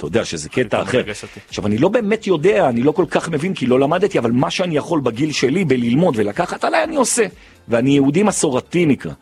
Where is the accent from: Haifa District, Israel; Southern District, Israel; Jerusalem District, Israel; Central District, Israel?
Jerusalem District, Israel; Jerusalem; עכשיו אני ירושלמי, נולדתי קצת מוזר. לא יודע, אני אוהב את ירושלים בצורה דבילית לגמרי.